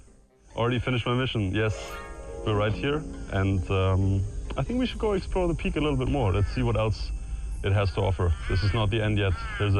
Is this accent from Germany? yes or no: yes; Hamburg, Germany; moved away as an adult; now in Korea; your daily reporter for Zoom in Busan. I'm from Hamburg, Northern Germany originally, and I'm here in Korea for 6 months as the 2026 Korea Heart to Heart Fellowship trainee.